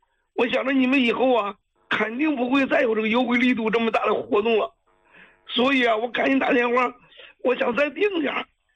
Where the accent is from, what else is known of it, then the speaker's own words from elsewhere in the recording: Changzhou, Jiangsu, China; 李老师，我是常州的，今年快70了，高血压得了有10年了